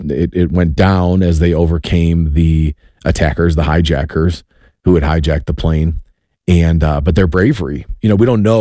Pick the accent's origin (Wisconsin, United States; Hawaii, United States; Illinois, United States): Illinois, United States; Wheaton; We grew up in I grew up in Wheaton, Illinois.